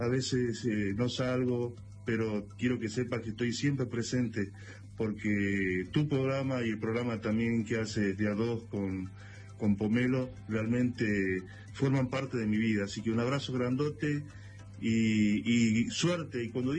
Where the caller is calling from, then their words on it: Tartagal, Salta, Argentina; de Tartagal, Salta.